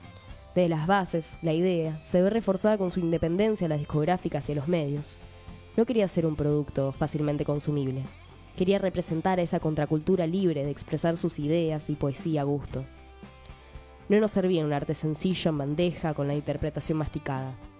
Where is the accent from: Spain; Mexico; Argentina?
Argentina; nos impactó como argentinos